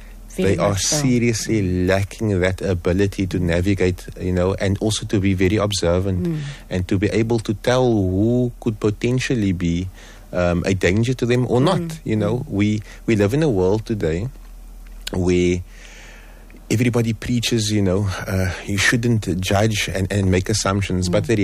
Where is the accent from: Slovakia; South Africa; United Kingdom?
South Africa; Cape Town, Western Cape; I grew up in Strandfontein.